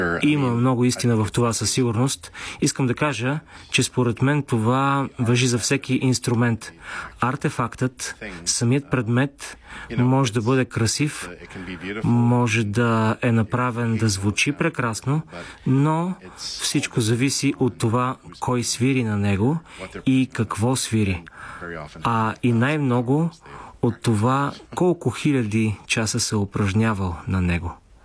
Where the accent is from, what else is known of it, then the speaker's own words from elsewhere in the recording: Montreal, Quebec, Canada; Аз израснах в Монреал, по това време много католически град.